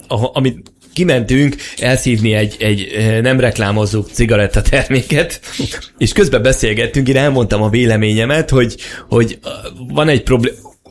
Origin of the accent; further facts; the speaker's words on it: Miskolc, Borsod-Abaúj-Zemplén, Hungary; Én miskolci vagyok